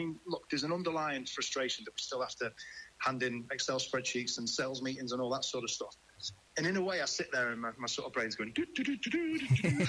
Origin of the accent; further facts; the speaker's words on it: Manchester, North West England, United Kingdom; To be honest, the fact it's in Manchester is just amazing, but it's my hometown and it's where I want to be at Christmas.